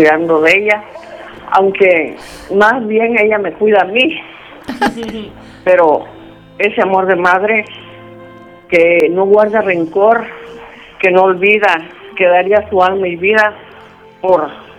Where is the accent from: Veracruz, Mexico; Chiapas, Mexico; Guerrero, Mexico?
Chiapas, Mexico; Tapachula